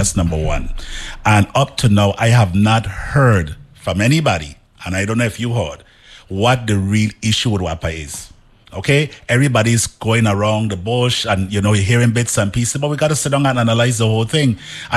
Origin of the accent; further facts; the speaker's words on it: Frederiksted, St. Croix, U.S. Virgin Islands; as a child growing up in Frederickstead.